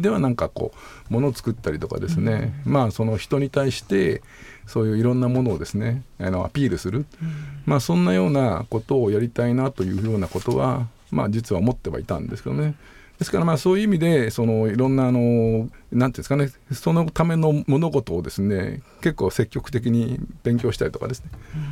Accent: Tokyo, Japan; born there; 私が生まれたのは浜田病院っていうですね、神保町にある、まあ、病院だったので、江戸っ子かと思ってたらですね、3代続かないと江戸っ子じゃないんですね。

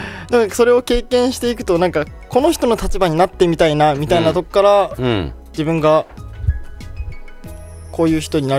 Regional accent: Okayama, Japan; 年齢は26歳、岡山出身です。

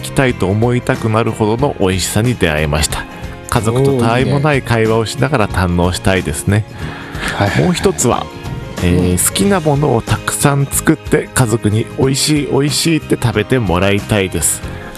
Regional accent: Kumagaya, Saitama, Japan; 埼玉県には各地に様々な郷土うどんがあり、私の出身地の熊谷市周辺では幅広のうどんを醤油ベースで根菜類と煮込んだ煮ぼうとうをよく食べていました。

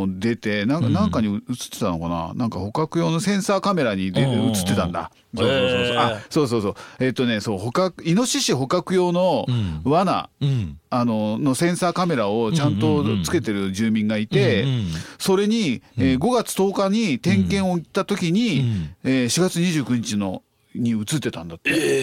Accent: Hachioji, Tokyo, Japan; born there; 元八王子中学校出身ですからね。

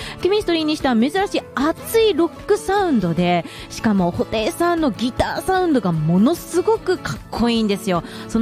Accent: Nagasaki, Japan; moved away; 私の、ね、地元長崎ではそんなことがなかったので

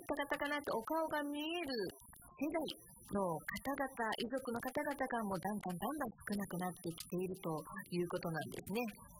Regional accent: Shiga, Japan; now in Okinawa, Japan; 私のふるさと琵琶湖がある滋賀県

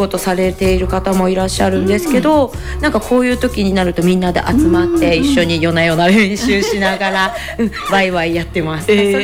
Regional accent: Osaka, Japan; moved away as an adult; now in Ishigaki, Japan; 私はやっぱり大阪出身で、大阪でずっとダンスしてたので

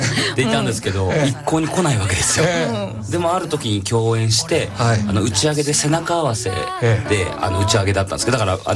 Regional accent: Nagano, Japan; now in Tokyo, Japan; 長野県なんですけど、なんでお互いに上京組で

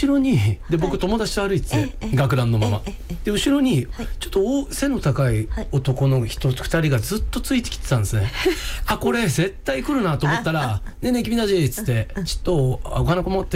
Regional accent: Nippori, Tokyo, Japan; で地元の僕、はい、地元日暮里で全然駒沢と離れてるじゃないですか、世田谷と、

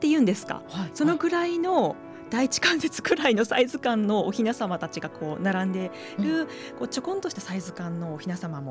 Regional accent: Aizuwakamatsu, Fukushima, Japan; 会津若松出身の私としては、

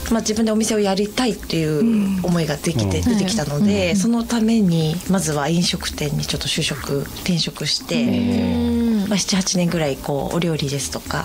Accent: Hokkaido, Japan; 北海道民としてもっと食材のことを知って、

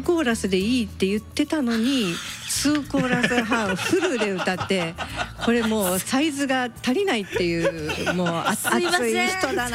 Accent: Toyonaka, Osaka, Japan; 私は大阪なんです。

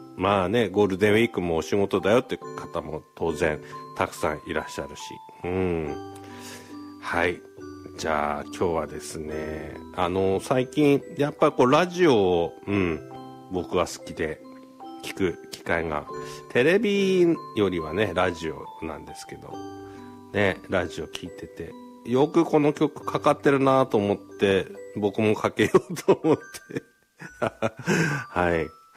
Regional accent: Tohoku, Japan; やっぱり東北としては、東北人としてはなんか盛岡が出てくるというとなんかいいなーなんて思いながら聞いてましたけどね

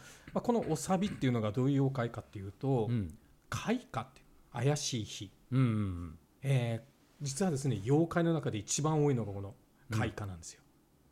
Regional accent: Nobeoka, Miyazaki, Japan; あとは我が私もあの延岡で生まれ育っておりますので、

